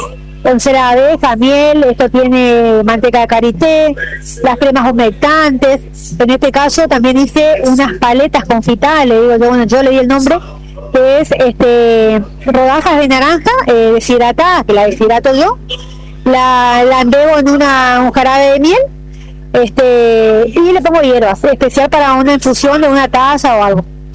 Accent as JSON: {"language": "Spanish", "town": "Cerro Corá", "region": "Misiones", "country": "Argentina", "said": "Sí, bueno, justamente nosotros venimos de Cerro Corá. Venimos siempre una vez al año acá a la Plaza Dulce que nos invitan."}